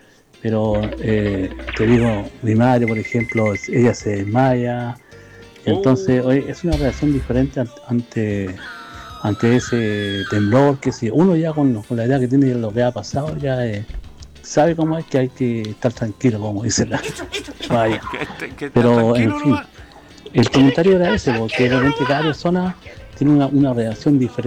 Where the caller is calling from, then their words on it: Chile; aquí en Chile. Somos chilenos